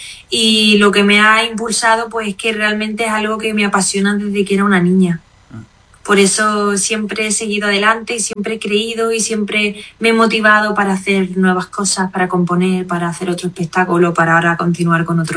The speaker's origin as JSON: {"language": "Spanish", "town": "Jaén", "region": "Andalusia", "country": "Spain", "moved": "yes", "said": "a mí fuera de Andalucía, cuando me preguntan ¿de dónde eres … ? Yo no digo que soy andaluza, yo digo que soy de Jaén. Es que es algo que no puedo explicar. Yo cruzo Despeñaperros y se me mueve algo"}